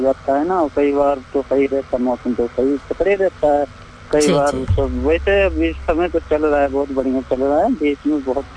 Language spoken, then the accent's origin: Hindi; Balrampur, Uttar Pradesh, India; हम उत्तर प्रदेश से डिस्ट्रिक्ट बलरामपुर से हैं, इधर नेपाल से सटा हुआ है जी।